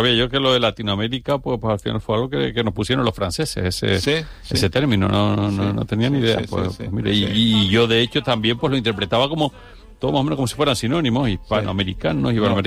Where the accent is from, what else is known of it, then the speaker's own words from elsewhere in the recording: Canary Islands, Spain; los canarios podamos tener, porque tenemos más proximidad quizá con Sudamérica